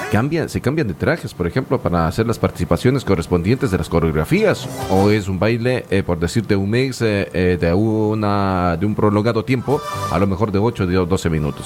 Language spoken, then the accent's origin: Spanish; Ecuador; moved away; nosotros como ecuatorianos